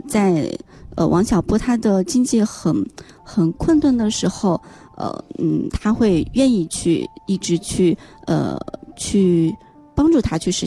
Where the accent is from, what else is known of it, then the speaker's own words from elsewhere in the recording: Xiangxi, Hunan, China; 我在湘西的普氏古镇生活